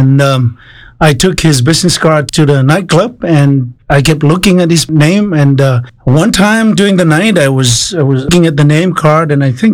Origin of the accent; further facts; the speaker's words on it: Samoa; English is a second language; moved away as an adult; one of the chiefs of the two villages in Samoa.